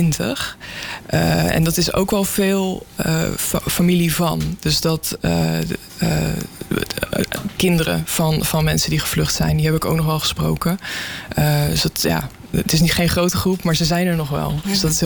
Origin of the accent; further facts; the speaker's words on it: Breda, North Brabant, Netherlands; ik ben opgegroeid in Breda.